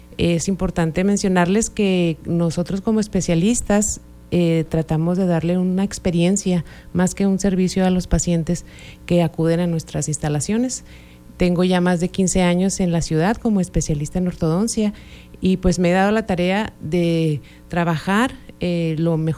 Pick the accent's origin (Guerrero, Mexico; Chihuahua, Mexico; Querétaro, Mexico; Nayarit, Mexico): Chihuahua, Mexico; Delicias; Así es, somos especialistas responsables, somos de aquí de Delicias, no vamos a ir.